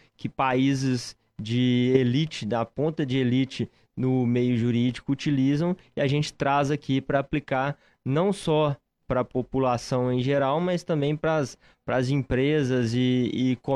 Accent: Papagaios, Minas Gerais, Brazil; also born or lived in Belo Horizonte; sou de Papagaios, eu tenho as raízes, né, aqui pertinho, em Papagaios.

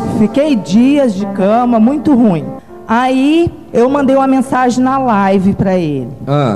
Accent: Terra Boa, Paraná, Brazil; Sou de Terra Boa.

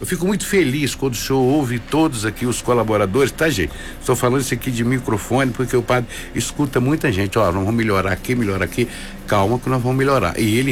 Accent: Juiz de Fora, Minas Gerais, Brazil; Eu já saí daqui, voltei e hoje eu falo de paixão. Eu amo a minha cidade, né?

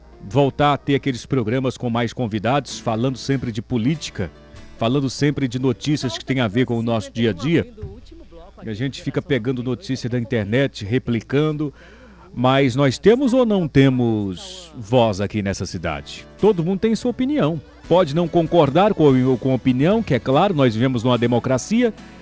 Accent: Brazil; somos brasileiros

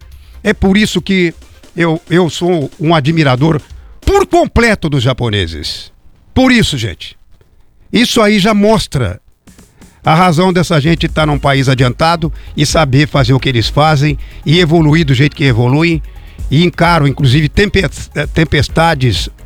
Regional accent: Brazil; nós, os brasileiros

